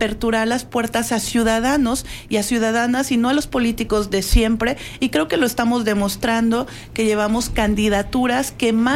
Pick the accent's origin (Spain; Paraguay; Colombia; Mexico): Mexico; Zacatecas; yo soy de Zacatecas